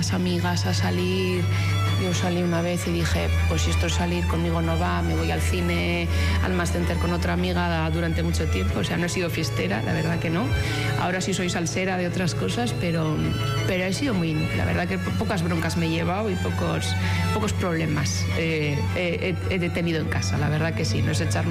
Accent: Alicante, Valencian Community, Spain; born there; Sí, es un apellido un poco raro, pero yo es que no nací aquí. Yo nací en Alicante, entonces ese apellido es valenciano.

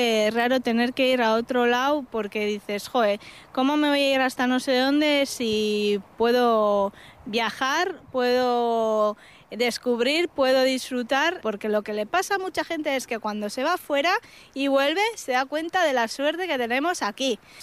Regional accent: Irún, Basque Country, Spain; Tenemos que apostar por visitar sitios más cerca porque yo, por ejemplo, soy de Irún.

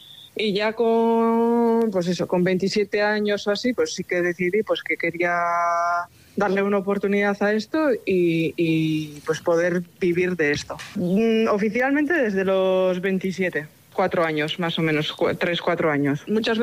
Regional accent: Hernani, Basque Country, Spain; soy de Hernani, del caserío Arriatzu, y bueno, soy agricultora y ganadera. Bueno, soy la cuarta generación en este caserío

